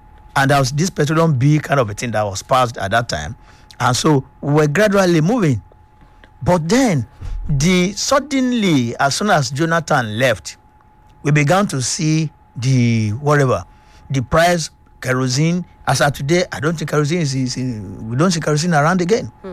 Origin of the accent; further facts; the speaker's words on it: Nigeria; I am one Nigerian